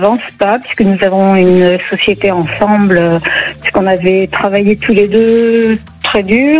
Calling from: Nouvelle-Aquitaine, France; De Gironde.

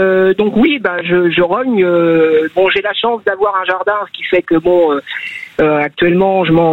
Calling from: Niort, Nouvelle-Aquitaine, France; de Niort, dans les Deux-Sèvres.

